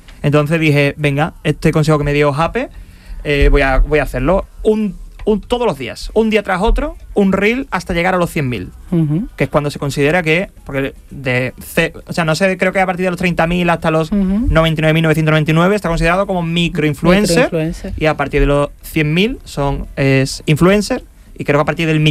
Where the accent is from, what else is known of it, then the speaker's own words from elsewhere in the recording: Andalusia, Spain; yo en mis redes digo que soy muy andalucista, y verdad que lo soy, muy andaluz y andalucista